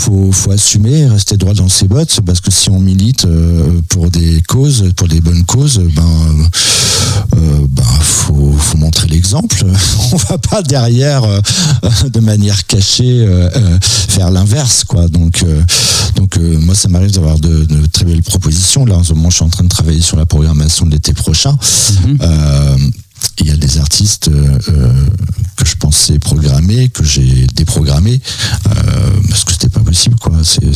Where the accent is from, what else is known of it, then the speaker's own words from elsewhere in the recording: Brittany, France; En tant que breton, j'étais même rancunier, terminé.